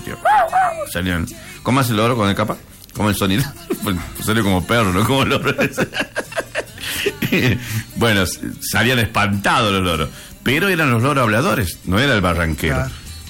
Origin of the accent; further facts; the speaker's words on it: Campo Santo, Salta, Argentina; moved away; ahí en el donde yo vivía, en mi pueblo, en Camposanto